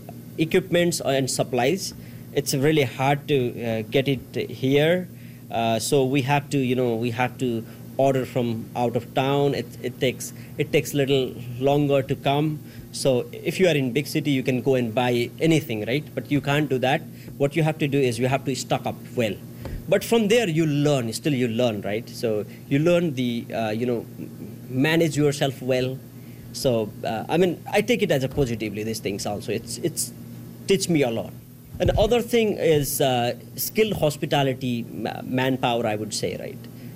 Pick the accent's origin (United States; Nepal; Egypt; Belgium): Nepal; moved away as an adult; now in Canada; I'm from Nepal.